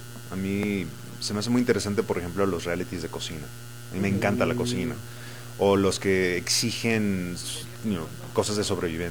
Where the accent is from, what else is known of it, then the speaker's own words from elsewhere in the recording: San Miguel de Allende, Guanajuato, Mexico; born there; No, yo no nací en Estados Unidos. Yo, de hecho, nací en San Miguel de Allende, en Guanajuato. Pero mi mamá es de California.